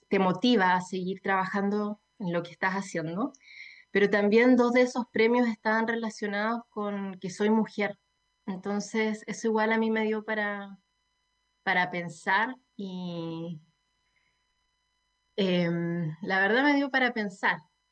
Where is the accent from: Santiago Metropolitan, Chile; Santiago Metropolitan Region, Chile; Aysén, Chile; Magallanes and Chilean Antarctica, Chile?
Magallanes and Chilean Antarctica, Chile; volví a Punta Arenas, yo soy nacida y criada en Magallanes